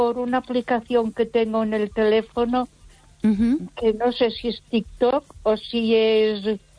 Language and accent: Spanish; Barcelona, Catalonia, Spain; first language Catalan; Spanish is a second language; now in Ponferrada, Spain; Yo me crié en la Avenida Gaudí, que está muy cerquita de la Sagrada Familia.